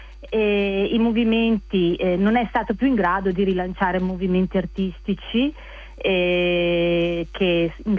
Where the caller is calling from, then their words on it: Valdagno, Veneto, Italy; Chiamo da Valdagno, in provincia di Vicenza. Insegno storia dell'arte in un liceo qui del territorio.